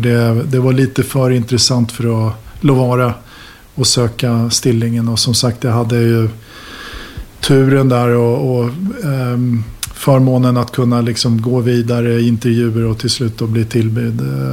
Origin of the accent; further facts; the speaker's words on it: Sweden; moved away as an adult; also born or lived in Finland; now in Norway; jag har finskt pass och så har jag vuxit upp I Sverige och så jobbat I Norge I över 15 år. Men den där finska bakgrunden är ju har gett mig en minoritetsbakgrund då